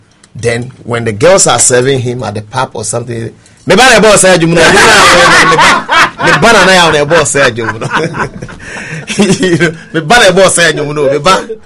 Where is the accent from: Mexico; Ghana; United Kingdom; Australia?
Ghana; moved away; also born or lived in United States; I'm back to Ghana doing music again.